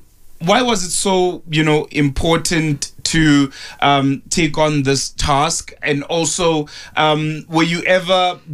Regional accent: South Africa; as South Africans

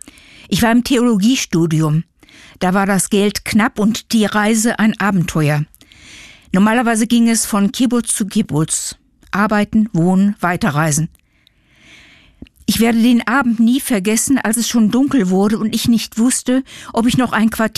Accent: Germany; accent: German; Sie erkannte an meinem Akzent, dass ich Deutsche war.

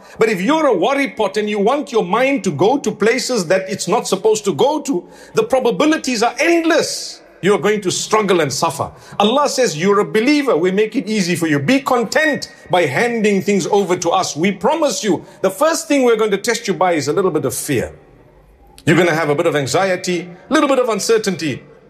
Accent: South Africa; And I come from Africa. Let me tell you, at times, and this is not about food, it's about something else. Every single day, electricity just goes off. When you need it the most. Right now it's winter back in South Africa.

